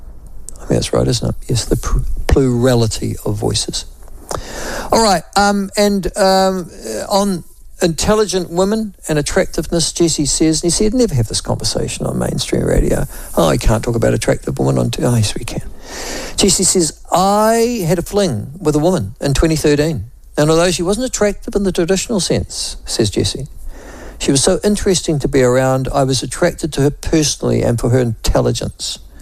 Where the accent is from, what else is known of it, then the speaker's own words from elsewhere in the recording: Whanganui, Manawatū-Whanganui, New Zealand; Well, I grew up in Whanganui, of all places.